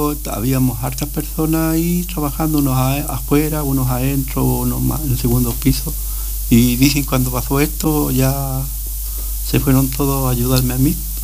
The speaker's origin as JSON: {"language": "Spanish", "town": "Osorno", "region": "Los Lagos", "country": "Chile", "moved": "as an adult", "lives_now": "Coyhaique, Chile", "said": "Sí, de Osorno. Yo soy de Osorno."}